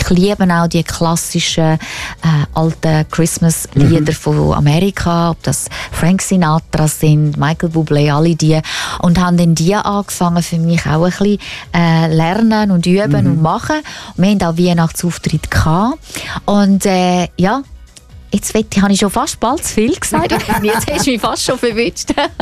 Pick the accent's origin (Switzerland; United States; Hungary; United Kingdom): Switzerland; Davos, Graubünden; moved away; Aber ich bin im Bündnerland in Davos aufgewachsen. Und das ist natürlich nicht das Gleiche. Man vermisst das auch.